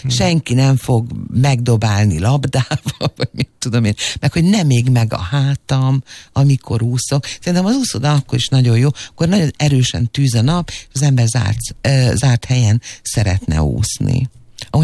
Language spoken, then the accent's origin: Hungarian; Nagykőrös, Pest, Hungary; born there; amikor fiatal voltam, én Nagykörösön laktam